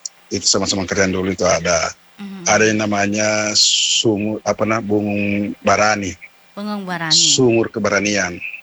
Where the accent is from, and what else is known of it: South Sulawesi, Indonesia; born there